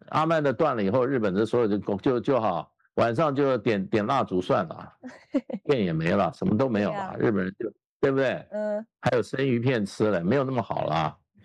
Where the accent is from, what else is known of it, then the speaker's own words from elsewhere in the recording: China; 我们中国人要醒一醒啊